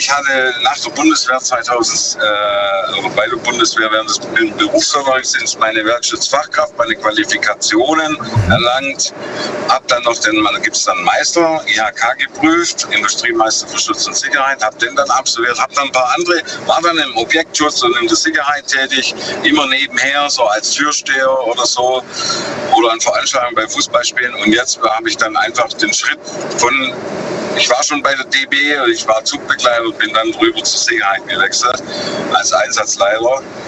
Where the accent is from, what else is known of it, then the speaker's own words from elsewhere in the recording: Lenningen, Baden-Württemberg, Germany; Ich bin aus Lenningen.